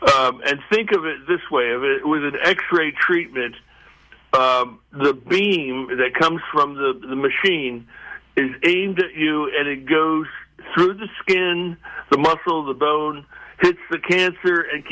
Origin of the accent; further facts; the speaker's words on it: Spain; also born or lived in New Jersey, United States / Boston, United States / Houston, United States; now in Charlottesville, United States; I was born in New Jersey, but I had my formative years in the Mediterranean Basin. Finished high school in Spain and then came back to the U.S. for college, medical school at UVA, practiced in Boston, Houston, and then back in Charlottesville.